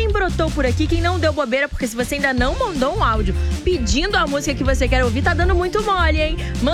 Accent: São Gonçalo, Rio de Janeiro, Brazil; lá do meu país São Gonçalo

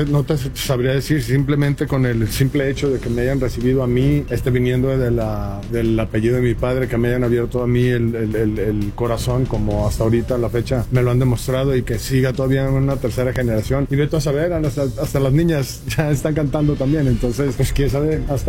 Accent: Jalisco, Mexico; muy agradecido con mi tierra, con Jalisco, siempre, que siempre desde el principio me abrió las puertas

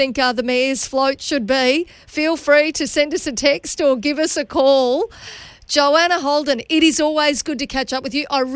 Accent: Mount Isa, Queensland, Australia; I grew up in Mount Isa where the Mardi Gras used to happen every year

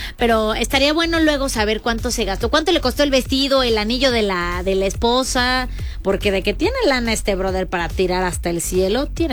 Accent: Mexico; a nosotros como mexicanos

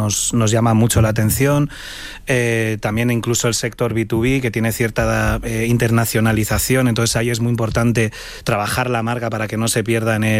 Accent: Navarre, Spain; A nosotros, la verdad, que como navarros

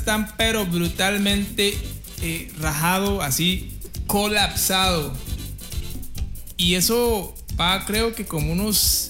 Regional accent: Heredia, Costa Rica; yo soy de Heredia.

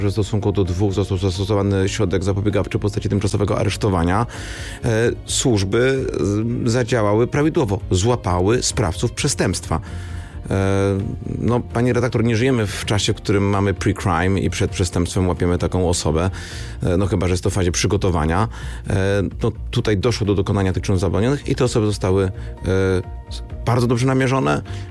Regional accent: Kraków, Lesser Poland, Poland; Ja jestem Krakusem.

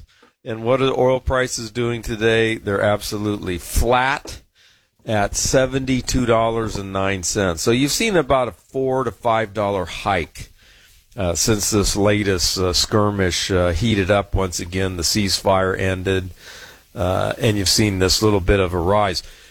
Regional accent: San Diego, California, United States; I grew up fishing in San Diego Bay and the Mission Bay

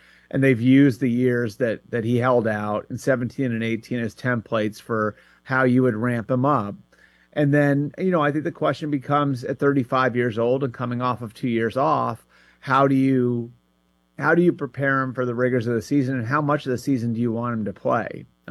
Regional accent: Northeast, United States; quite frankly, I'm from the Northeast, so I feel like I can say this

